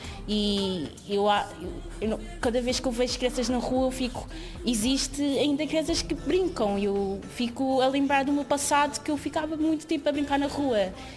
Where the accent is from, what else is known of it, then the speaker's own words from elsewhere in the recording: Lisbon, Portugal; como eu nasci no bairro